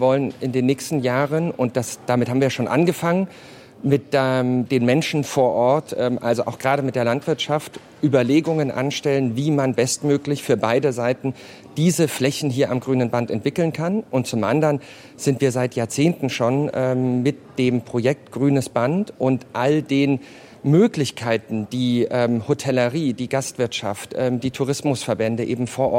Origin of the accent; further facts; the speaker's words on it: Dresden, Saxony, Germany; born there; weil ich einfach gebürtiger Dresdner bin. Meine Familie kommt mütterlicherseits aus dem Thüringer Wald